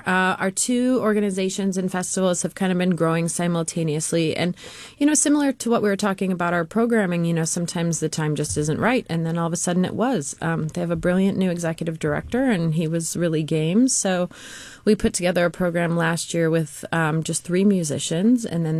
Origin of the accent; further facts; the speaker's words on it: Lake Tahoe, United States; You know, I mean, Lake Tahoe, I'm not complaining. Growing up in Lake Tahoe is a really fabulous thing.